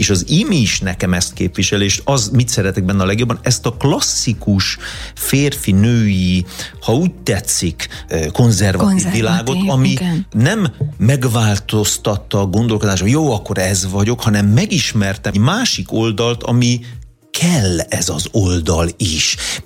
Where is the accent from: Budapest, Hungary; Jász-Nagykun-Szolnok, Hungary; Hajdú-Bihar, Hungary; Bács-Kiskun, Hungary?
Budapest, Hungary; born there; Én úgy nevelkedtem, hogy mi tulajdonképpen a szüleim szerintem nem a mai, ami ma számít liberálisnak, hanem ami régen számított liberálisnak, egy ilyen közegből, tudod, ez szabad, budapesti, gondolkodó, értelmiségi, mindenkit elfogadó, nyitott, laza